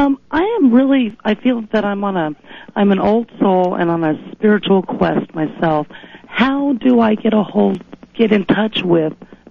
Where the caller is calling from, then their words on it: Selah, Washington, United States; I'm listening to you on 1280 KIT in Sela.